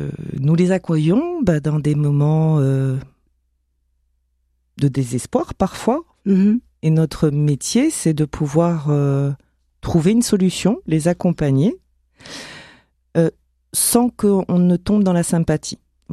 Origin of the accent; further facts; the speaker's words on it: Djibouti; moved away as an adult; also born or lived in Somalia; now in France; Alors, moi, je suis née en Somalie. Je suis arrivée en France à l'âge de 18 ans. Auparavant, à Djibouti, j'étais à l'école de la nativité